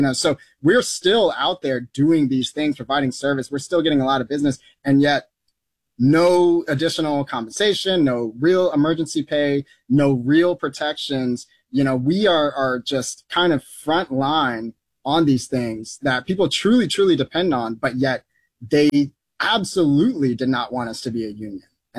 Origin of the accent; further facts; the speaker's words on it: Atlanta, Georgia, United States; now in White Plains, United States; you know, a snowstorm happened here in White Plains, you know, I'm from Atlanta, so I'm not used to snow.